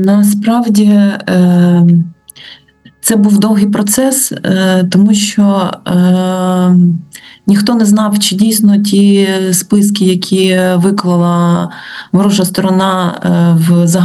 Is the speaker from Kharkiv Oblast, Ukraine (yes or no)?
yes; Kharkiv, Kharkiv Oblast, Ukraine; now in Kyiv, Ukraine; я харків'янка